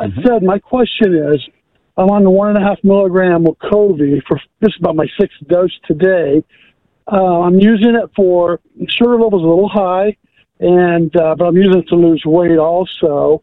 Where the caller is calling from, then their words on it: Tampa, Florida, United States; from Tampa.